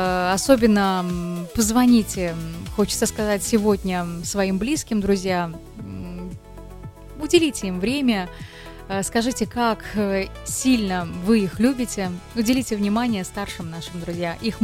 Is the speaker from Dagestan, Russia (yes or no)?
yes; Dagestan, Russia